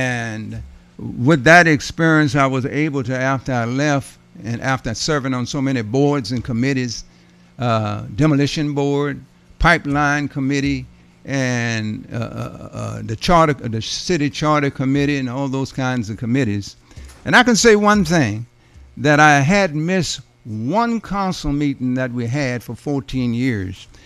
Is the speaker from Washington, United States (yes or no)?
no; Port Arthur, Texas, United States; moved away as an adult; as I came back to Port Arthur, which I, after all that experience, I wanted to come back to my hometown and give a little bit back